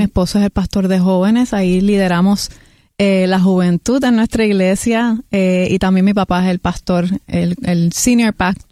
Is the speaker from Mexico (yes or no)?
no; Puerto Rico; now in Orlando, United States; Soy de aquí de Puerto Rico, nacida y criada aquí, pero en este momento resido con mi familia en Orlando, Florida.